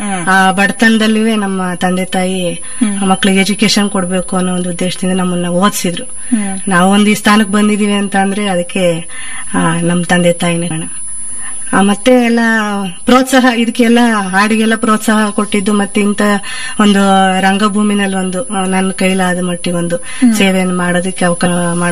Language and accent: Kannada; Alur, Karnataka, India; also born or lived in Mangaluru; ನಾನು ಮೂಲತಃ ಆಲೂರು ತಾಲೂಕು ಹಂತನಮನೆ ಗ್ರಾಮ ಅಂತೇಳಿ ಒಂದು ಚಿಕ್ಕ ಗ್ರಾಮ. ಅಲ್ಲಿ ನಾನು ನಮ್ಮ ತಂದೆ ತಾಯಿಗಳಿಗೆ ಆರನೇ ಮಕ್ಕಳಲ್ಲಿ ಕೊನೆ ಮಗಳಾಗಿ ನಾನು ಜನಿಸಿದ್ದು.